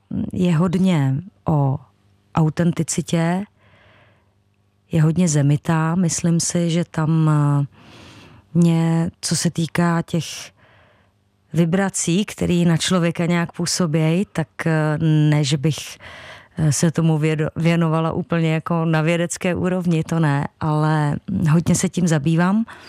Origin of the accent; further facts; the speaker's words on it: Hradec Králové, Hradec Králové Region, Czechia; já jsem vlastně v té době se vrátila do Hradce, do svého rodného města, a začala jsem tam pobývat většinu svého času